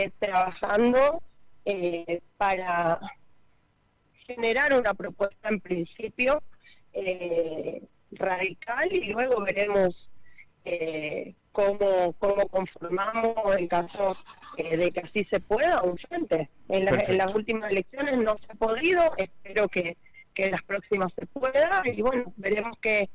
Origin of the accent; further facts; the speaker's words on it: Argentina; somos todos los argentinos